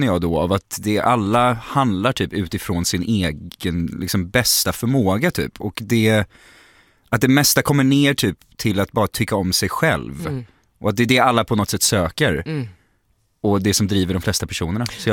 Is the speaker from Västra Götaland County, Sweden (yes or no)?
yes; Gothenburg, Västra Götaland County, Sweden; Hon hade missat att jag är göteborgare.